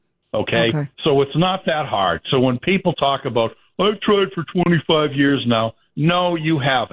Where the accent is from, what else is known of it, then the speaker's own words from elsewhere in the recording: Foxborough, Massachusetts, United States; we got married in Foxborough, my hometown